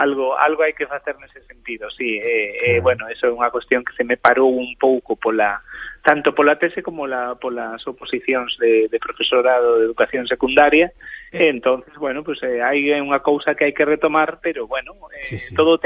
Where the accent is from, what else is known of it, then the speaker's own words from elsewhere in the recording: Vimianzo, Galicia, Spain; Esta non me acaban de dar destino definitivo no meu pobo, en Vimianzo, donde empezo a partir do 1 de setembro